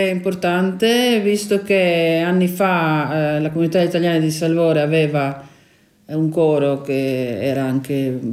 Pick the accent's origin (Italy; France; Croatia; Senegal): Croatia; Umag, Istria County; born there